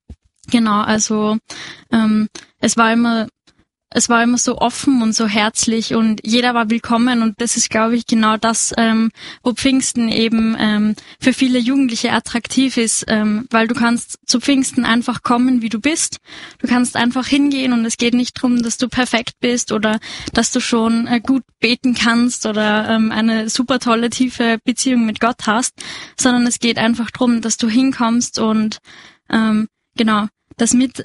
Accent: Lower Austria, Austria; now in Vienna, Austria

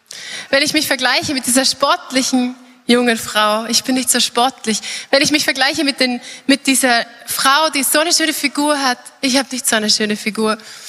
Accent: Trentino-Alto Adige, Italy; accent: South Tyrolean; Und ich komme zwar aus Südtirol und vielleicht erwartet ihr euch einen starken Dialekt

